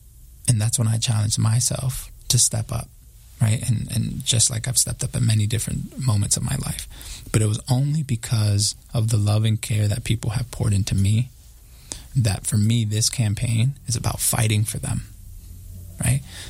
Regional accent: Chicago, Illinois, United States; these issues very intimately as a student, but also as a special education teacher, and also just as a Chicagoan.

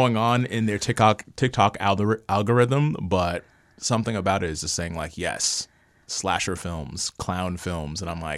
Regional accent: Lowell, Massachusetts, United States; the Lowell High School in Massachusetts, my hometown

